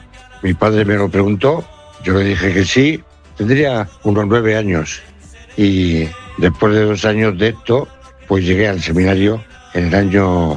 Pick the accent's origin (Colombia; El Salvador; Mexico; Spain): Spain; Castilla-La Mancha; moved away as an adult; also born or lived in Puertollano; now in Ciudad Real, Spain; Soy de Fuentefresno y nací el 16 de noviembre de 1937.